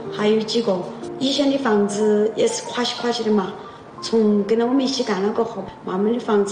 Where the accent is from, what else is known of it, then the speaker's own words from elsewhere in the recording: Anyue, Sichuan, China; 因为我是土生土长的安岳州的人，我还是很想回归自己的家乡，把自己的家乡建设得更美好。